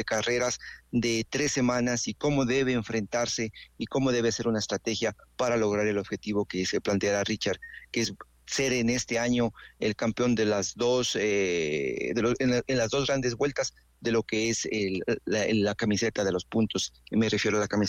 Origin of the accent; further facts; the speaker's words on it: Ecuador; sin necesidad de ser triunfalistas como lamentablemente somos los aficionados ecuatorianos.